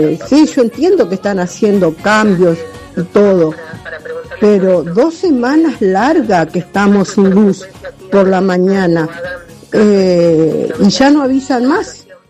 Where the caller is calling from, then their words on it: Santa Fe, Argentina; Yo soy de Barranquitas